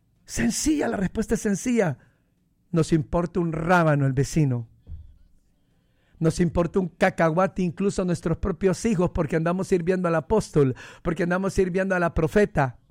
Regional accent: Honduras; accent: Honduran; Es que yo soy catracho. Y los catrachos tenemos nuestras propias palabras. No te puedo venir a hablar ni como colombiano, ni como ecuatoriano, ni como boricua, porque soy hondureño. Y hablo como hondureño.

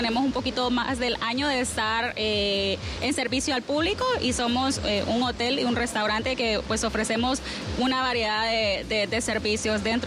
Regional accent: Puerto Cortés, Cortés, Honduras; Con la gastronomía que nos identifica como porteños.

